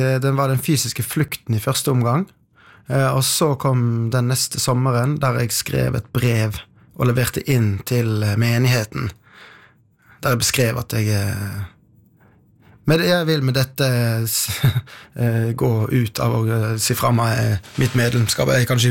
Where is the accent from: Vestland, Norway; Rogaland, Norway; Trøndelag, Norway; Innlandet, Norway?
Vestland, Norway; Odda; moved away; så jeg hadde ikke dette her i Jehovas vitne sløret bak, hengende bak meg, som hjemme i Odda.